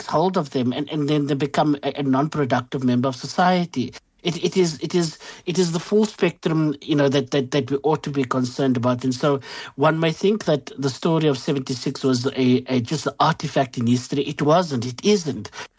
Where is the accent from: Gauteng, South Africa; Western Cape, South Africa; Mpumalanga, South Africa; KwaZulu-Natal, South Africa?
Western Cape, South Africa; Bonteheuwel; you cannot treat me differently because I grew up in Bonteville or because my skin is slightly browner than, you know, somebody who lives in the shade of Table Mountain.